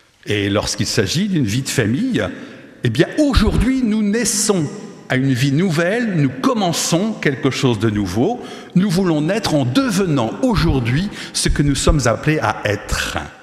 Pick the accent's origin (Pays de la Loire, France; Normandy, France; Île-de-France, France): Pays de la Loire, France; Nantes; Moi, je suis Nantais d'origine.